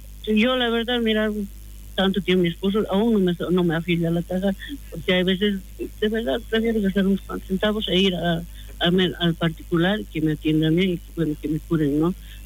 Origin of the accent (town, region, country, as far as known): Bolivia; also born or lived in Brazil